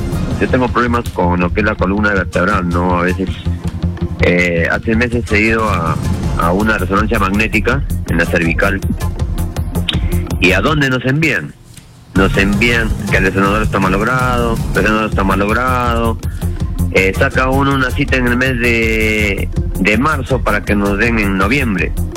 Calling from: Chota, Cajamarca, Peru; Soy de Chota, pero trabajo en la zona de Cutervo.

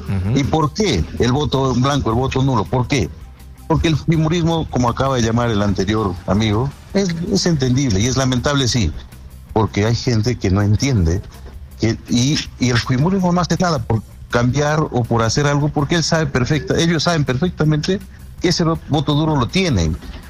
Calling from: Trujillo, La Libertad, Peru; Buenos días, Jorge, lo saluda de Trujillo.

